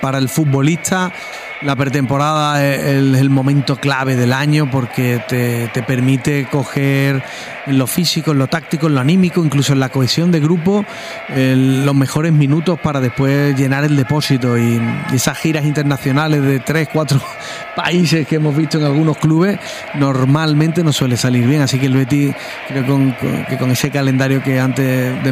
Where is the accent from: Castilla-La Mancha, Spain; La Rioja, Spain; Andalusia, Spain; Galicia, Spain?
Andalusia, Spain; Seville; born there; yo nací en Triana.